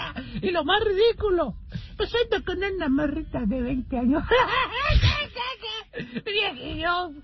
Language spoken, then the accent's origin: Spanish; Las Vegas, Nevada, United States; Pero dice que vive en Las Vegas. Yo soy de Las Vegas, ese güey no.